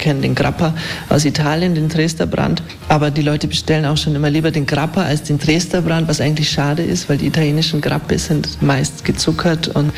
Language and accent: German; Augsburg, Bavaria, Germany; moved away; Ich komme ursprünglich aus Augsburg und habe damals den Wunsch gehabt, mich mehr mit Weinbau zu beschäftigen.